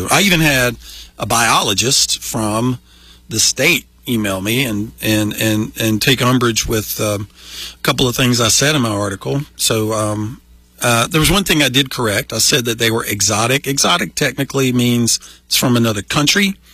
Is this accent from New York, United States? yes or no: no; Georgia, United States; I grew up in Georgia, right in the middle of Georgia